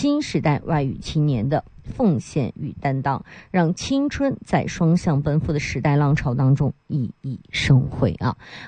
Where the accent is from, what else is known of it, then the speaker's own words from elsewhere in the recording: China; 团圆和回家啊真的是我们中国人刻在骨子里的期盼